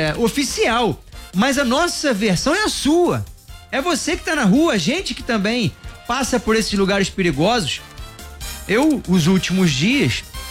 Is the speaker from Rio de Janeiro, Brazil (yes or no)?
yes; Niterói, Rio de Janeiro, Brazil; lá na minha terra em Niterói, que eu tô toda hora em Niterói, em São Gonçalo, em Caxias